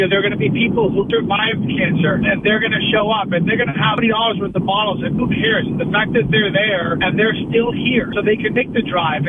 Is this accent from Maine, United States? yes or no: yes; Maine, United States; my home state.